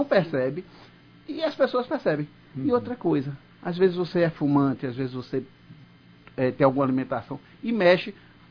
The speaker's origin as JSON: {"language": "Portuguese", "town": "Recife", "region": "Pernambuco", "country": "Brazil", "tie": "born there", "said": "Temos no centro do Recife, que é onde eu nasci, tem história, como você bem sabe."}